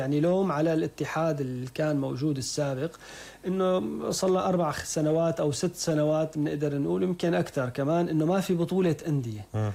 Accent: Damascus, Damascus Governorate, Syria; بدمشق عنا مسابح كتيرة وأندية كتيرة

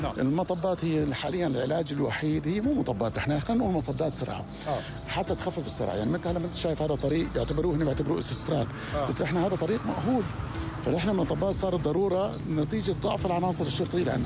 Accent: Deir Atiyah, Rif Dimashq, Syria; يميز بلدتنا لحنا أو مدينتنا، هو الحالة المجتمعية

